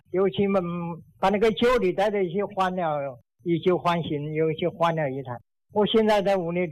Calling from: Xiaogan, Hubei, China; 我是孝感市开发区。

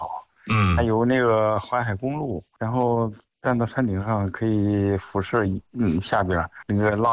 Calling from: China; 我在高新区呢。

